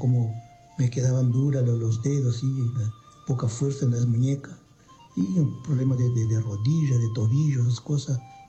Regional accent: Artigas, Uruguay; Sí, soy de Artigas, estoy viviendo en Artigas, pero soy de un pueblito de afuera de aquí.

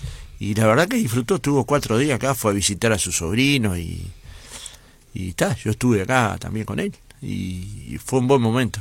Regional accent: Montevideo, Uruguay; born there; Yo nací en Montevideo, pero era hijo un riverense.

